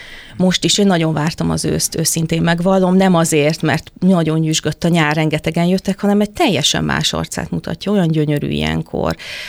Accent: Ságvár, Somogy, Hungary; also born or lived in Siófok; én már kiskorom óta Ságváron, Siófok mellett egy pici településen nőttem fel, de az életemet, az iskolát, a munkát a Siófokon töltöttem, tehát abszolút a Somogyország szerelmese, déli part

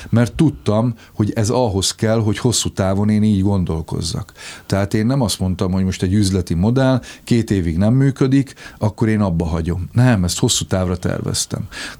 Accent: Hungary; moved away as an adult; also born or lived in Germany; egy fiatalember, aki 21 évesen kikerül Németországba, illetve külföldre, és 39 évesen jövök haza.

